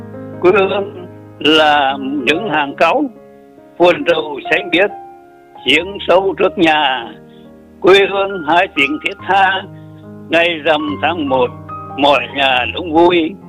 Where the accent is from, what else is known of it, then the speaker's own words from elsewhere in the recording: Nghệ An, Vietnam; moved away as an adult; Tôi quê sống bốn xã Trung Sơn, bây giờ là xã Thuận Trung, xã quê từ 1962.